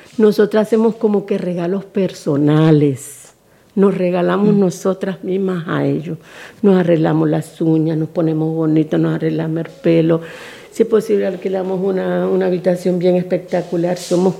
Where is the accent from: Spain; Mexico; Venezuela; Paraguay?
Venezuela; now in Chile; En mi país yo soy venezolana.